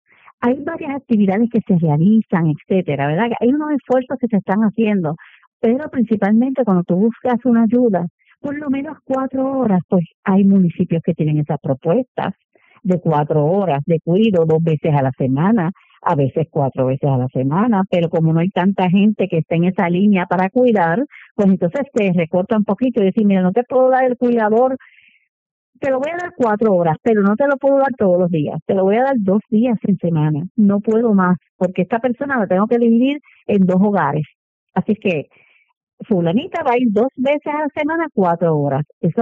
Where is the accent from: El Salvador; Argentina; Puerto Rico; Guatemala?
Puerto Rico; Bayamón; yo soy de Bayamón